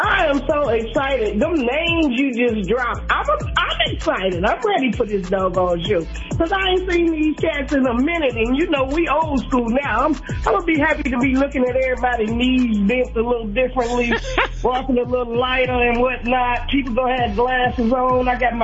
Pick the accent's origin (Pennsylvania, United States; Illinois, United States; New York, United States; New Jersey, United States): Illinois, United States; Chicago; born or raised there; moved away as an adult; now in Kentucky, United States